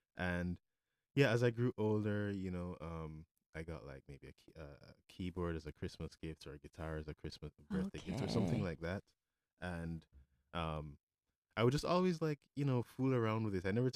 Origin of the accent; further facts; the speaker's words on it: Kingston, Surrey, Jamaica; So I grew up in Jamaica. I grew up in Kingston, Jamaica.